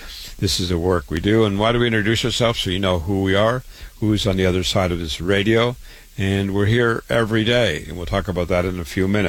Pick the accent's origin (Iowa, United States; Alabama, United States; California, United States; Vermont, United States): Iowa, United States; Waterloo; born there; I was born in Waterloo, Iowa, went to university, public schools first